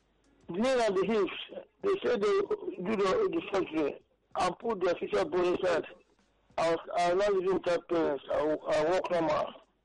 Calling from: Iyanera, Lagos, Nigeria; I'm calling from Iyanera, sir.

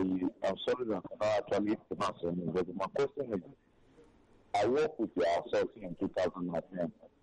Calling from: Lagos, Nigeria; I'm calling from Lagos.

